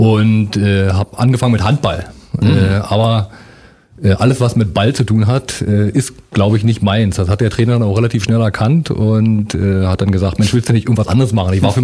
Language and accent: German; Eisenhüttenstadt, Brandenburg, Germany; born there; moved away; also born or lived in Potsdam; ich komme aus Eisenhüttenstadt, bin geborener Eisenhüttenstädter und bin dann zu DDR-Zeiten 1982 nach Potsdam gekommen.